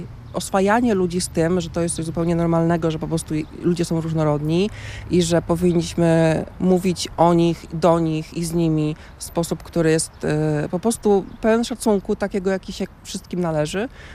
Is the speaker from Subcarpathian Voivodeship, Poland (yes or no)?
yes; Subcarpathian Voivodeship, Poland; moved away; W zeszłym roku byłam na przykład na Paradzie Równości w Krośnie, w moich rodzinnych okolicach.